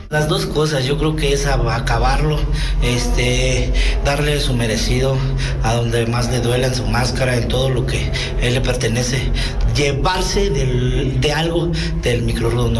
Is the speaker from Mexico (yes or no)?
yes; Puebla, Mexico; Muy poca gente sabe que soy de Puebla, soy poblano